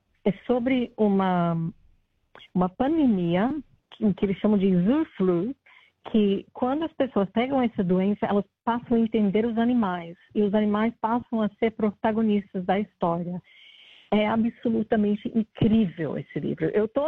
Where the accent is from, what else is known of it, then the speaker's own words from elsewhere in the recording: Australia; Portuguese is a second language; moved away as an adult; also born or lived in Brazil; now in Perth, Australia; Fui embora e voltei depois de 25 anos. Então, eu me sinto uma imigrante em um país começando do zero.